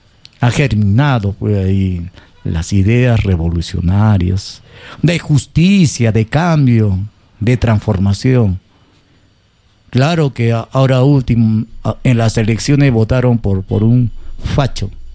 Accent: Peru; Son momentos especiales que vive el pueblo peruano, que vivimos nosotros como pueblo.

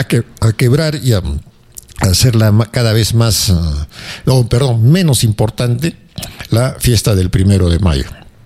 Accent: Arequipa, Peru; Y creo que acá hay muchos que somos arequipeños porque nos dio la gana de nacer en otros lugares.

